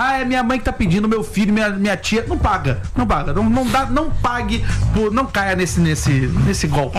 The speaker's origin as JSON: {"language": "Portuguese", "region": "Rio de Janeiro", "country": "Brazil", "tie": "born or raised there", "said": "no Rio de Janeiro, cidade onde eu nasci e cresci"}